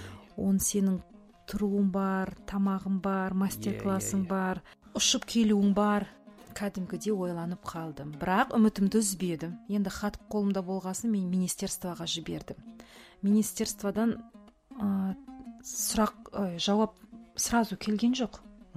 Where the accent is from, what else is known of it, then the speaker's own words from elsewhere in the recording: Kostanay, Kostanay Region, Kazakhstan; moved away; Өзім туған жерім Қостанай болғасын